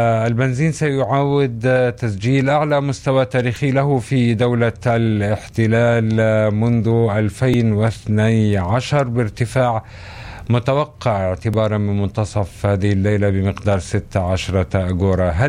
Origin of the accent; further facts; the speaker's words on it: Palestine; على الأسواق التابعة لدينا كفلسطينيين؟